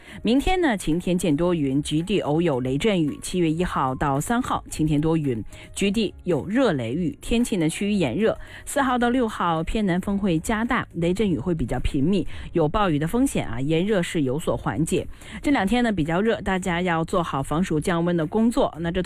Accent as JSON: {"language": "Chinese", "region": "Guangdong", "country": "China", "said": "那我们广东人夏天下班之后的特色活动"}